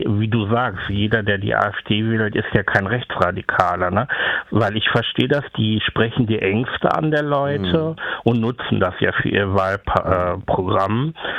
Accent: Gelsenkirchen, North Rhine-Westphalia, Germany; weil ich komme ja zum Beispiel aus Gelsenkirchen.

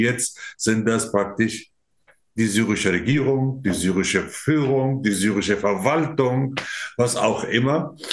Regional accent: Syria; moved away; Ich komme aus Syrien ursprünglich, bin seit 35 Jahren hier.

